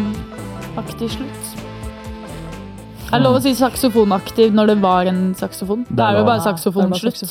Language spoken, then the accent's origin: Norwegian; Oslo, Norway; Jeg synes egentlig ikke så mye om Oslo sommer, for å være ærlig. Ikke? Og jeg er derfra til og med.